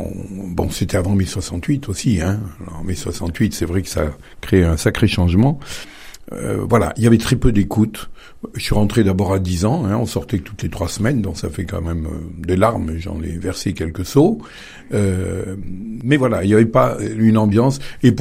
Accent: Batternay, Auvergne-Rhône-Alpes, France; born there; Alors, je suis né à Batternay, je suis un petit village du Nord Drôme.

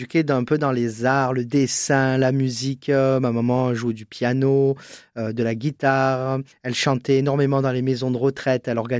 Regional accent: Marseille, Provence-Alpes-Côte d'Azur, France; Je suis originaire de Marseille. Je suis né à Marseille. J'ai un petit frère, on a 6 ans et demi d'écart. Et on vient du quartier des Chartreux.

